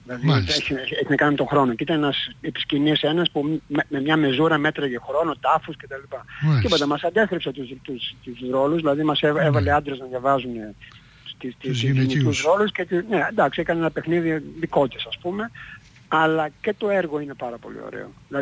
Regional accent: Greece

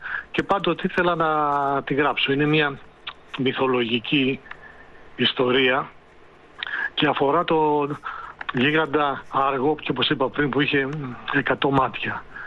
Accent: Argyro, Central Greece, Greece; born there; now in Alexandroupolis, Greece; έγραψα και ένα για την πατρίδα μου την ιδιαίτερη, τη γενέτειρά μου την Εύβοια και συγκεκριμένα το Αργυρό, ένα χωριό που έχει επίνιο ένα λιμανάκι

